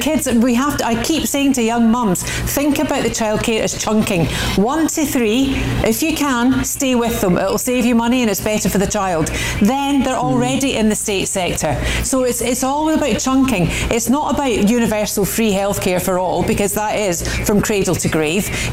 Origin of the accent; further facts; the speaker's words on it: Scotland, United Kingdom; Clearly, I'm Scottish